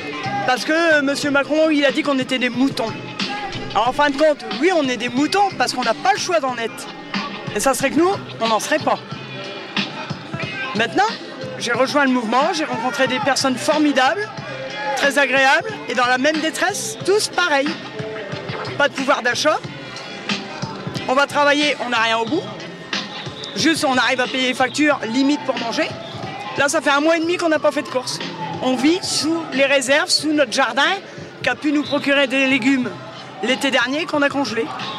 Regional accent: Hauts-de-France, France; Je viens d'à côté de Noyon, là, un petit village, un hameau à côté de Noyon, qui est relié à Noyon.

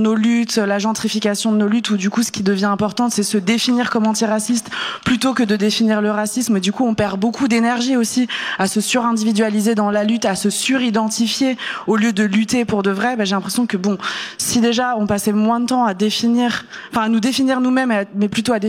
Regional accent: Pays de la Loire, France; born there; also born or lived in Algeria; Moi, je suis née en Algérie en plus, donc j'ai vraiment vu le grand écart entre les deux. Je rappelle la Vendée, voilà, mon adolescence, c'était compliqué.

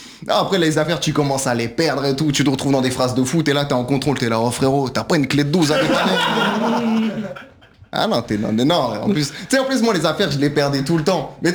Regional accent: Brittany, France; Non, moi je suis breton, moi, à la base.

